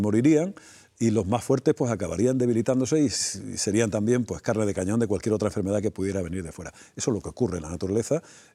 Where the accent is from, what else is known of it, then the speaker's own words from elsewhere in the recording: Extremadura, Spain; Que tienen en mi tierra, por ejemplo, en las Urdes, en Sierra de Gata